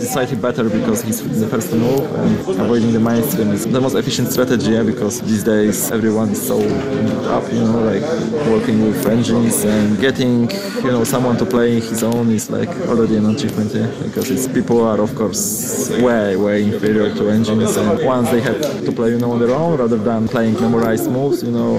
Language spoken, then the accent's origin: English; Poland; I'm Grandmaster from Poland.